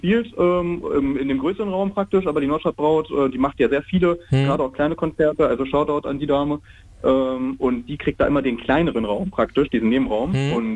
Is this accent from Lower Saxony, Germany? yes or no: yes; Lower Saxony, Germany; Wir kommen hier halt aus dem Landkreis, ne? Also Hildesheim, Hannover und alles dazwischen.